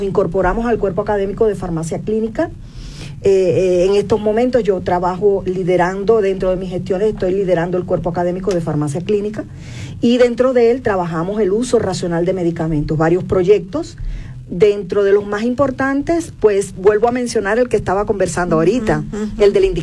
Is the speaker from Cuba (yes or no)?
yes; Cuba; Es decir, venimos de Cuba. En Cuba también éramos académicas formadoras de recursos humanos en farmacia, de una carrera de licenciatura en ciencia farmacéutica. Llegamos acá, el cambio no, gracias a Dios, no fue brusco.